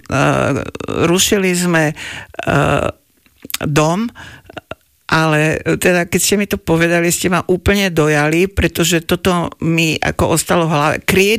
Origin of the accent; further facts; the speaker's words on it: Bratislava, Bratislava Region, Slovakia; A ja som vyrastala teda pod Slavínom